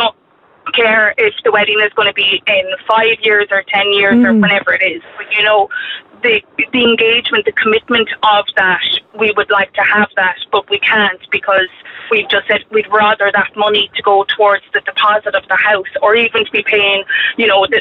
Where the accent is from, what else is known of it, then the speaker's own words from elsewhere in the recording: Munster, Ireland; now in Cork, Ireland; we to move up to Cork because of work and stuff. We're both from Kerry, but I kind of didn't want to move up